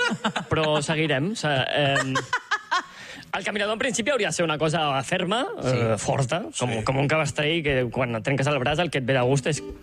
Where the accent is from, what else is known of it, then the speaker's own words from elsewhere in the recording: Catalonia, Spain; Jo sóc del Llobregat